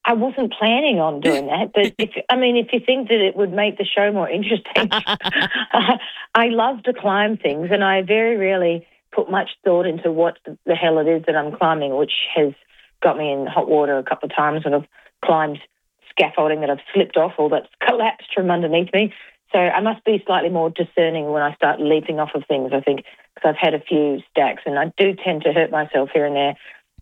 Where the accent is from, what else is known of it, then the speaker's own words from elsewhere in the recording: Adelaide, South Australia, Australia; And when I tell people that I'm from Adelaide, they go, oh, wow, unreal. And, you know, they didn't used to say that in the 90s.